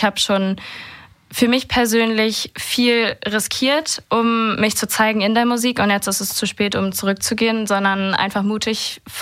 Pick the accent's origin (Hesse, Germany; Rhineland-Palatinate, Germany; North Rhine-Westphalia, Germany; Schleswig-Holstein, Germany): Schleswig-Holstein, Germany; Flintbek; born there; now in Kiel, Germany; Also gebürtig, also ursprünglich aus Flintbek. Und mittlerweile lebe ich in Kiel.